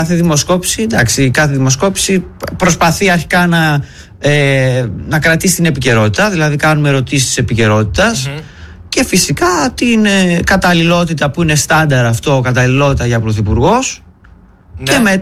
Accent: Thessaloniki, Central Macedonia, Greece; Θεσσαλονίκη.

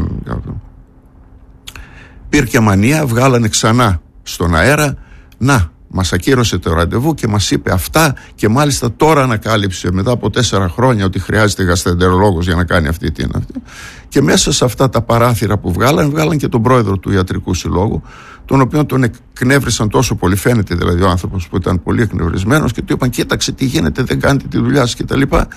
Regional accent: Greece; ότι είμαι ένας Έλληνας του εξωτερικού με αυτές τις ειδικότητες, τις σπάνιες, και θέλω να έρθω ξανά στην Ελλάδα να συμβάλλω, εν πάση περιπτώσει, όσο μπορώ στην πατρίδα μου.

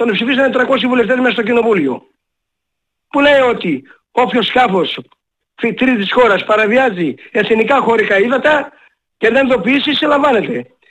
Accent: Aegean islands, Greece; Θέλουμε να επιβιώσουμε στα νησιά μας σαν νησιώτες.

